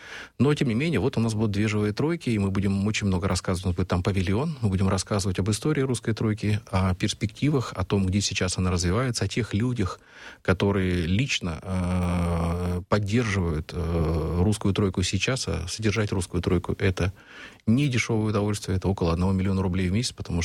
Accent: Siberia, Russia; now in Moscow, Russia; Я родился и вырос в Сибири.

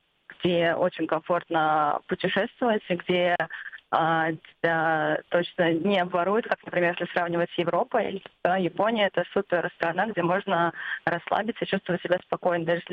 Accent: Russia; Я открыто говорю, что я из России, и, ну, так как я говорю по-японски

